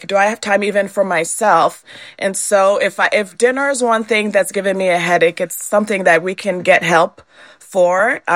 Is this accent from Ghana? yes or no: yes; Ghana; I'm also, I mentioned I'm from Ghana, West Africa. So I like to feed my kids Ghanaian food.